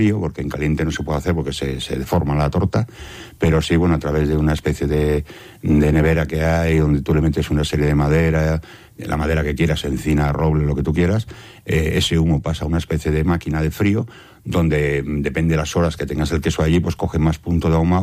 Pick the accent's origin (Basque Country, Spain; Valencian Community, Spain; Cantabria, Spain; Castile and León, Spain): Cantabria, Spain; also born or lived in Ciudad Real; now in Campanario, Spain; yo soy de un pueblecito de Cantabria, del Valle del Pas, y bueno, vengo de una familia quesera, tanto mi abuelo como mi padre, de queso de vaca. Y por circunstancias de la vida, pues cerró la fábrica hace muchos años y me vine a Ciudad Real. Y de Ciudad Real acabé aquí